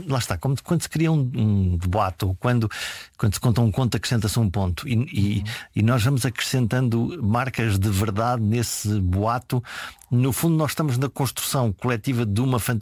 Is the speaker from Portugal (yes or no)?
yes; Viana do Castelo, Portugal; eu lembro-me da minha aldeia no Alto Minho